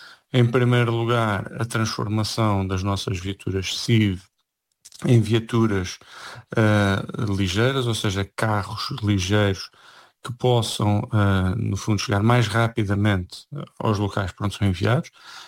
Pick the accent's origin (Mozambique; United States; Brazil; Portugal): Portugal; esperamos todos nós, enquanto portugueses, que o Parlamento tome as melhores decisões para o país.